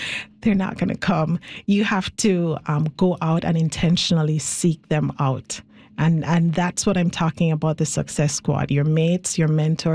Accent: Jamaica; moved away; my home, my home country, Jamaica, at least my first home.

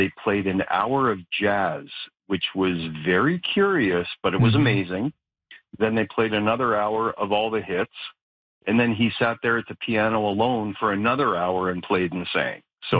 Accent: Toronto, Ontario, Canada; now in Kenora, Canada; I grew up in Toronto. I was there most of my life.

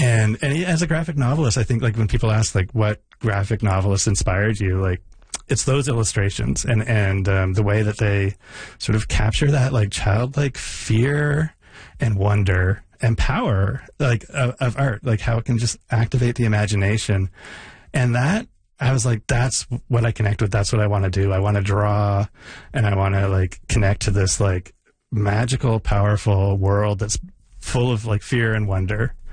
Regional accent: Canada; also born or lived in San Francisco, United States; I was born in San Francisco. My parents moved to Canada when I was a baby.

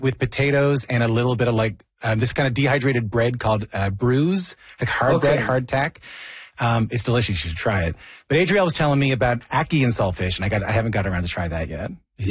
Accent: Newfoundland and Labrador, Canada; I'm from Newfoundland, and we eat a lot of salt fish in Newfoundland, right?

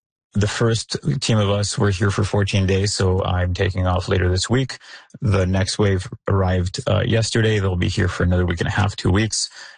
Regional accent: Mexico City, Mexico; moved away as an adult; now in Calgary, Canada; I've lived in Calgary for 7 years. I'm originally from Mexico City

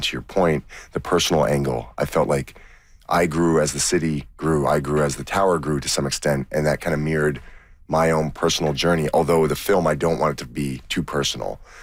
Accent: Toronto, Ontario, Canada; We grew up in Toronto, if you're from the city, where you think that it's always been what it is.

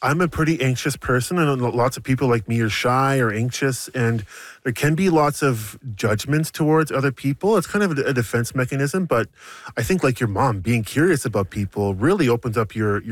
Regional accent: Hay River, Northwest Territories, Canada; now in Yellowknife, Canada; I'm from Hay River here in the Northwest Territories. The year I moved to Yellowknife back in 2019

